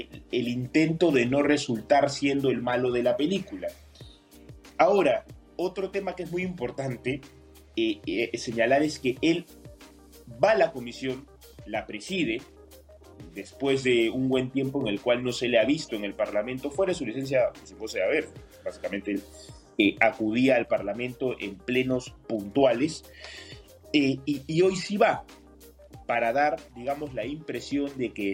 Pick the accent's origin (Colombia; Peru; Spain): Peru; No, yo soy peruano. Ah, yo soy de aquí, de Perú.